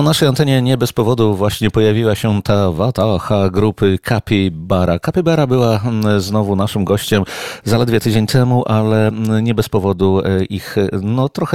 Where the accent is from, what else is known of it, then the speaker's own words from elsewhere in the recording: Recovered Territories, Poland; No ja pochodzę z tych ziem wyzyskanych, gdzie jest wiele zwierzaków.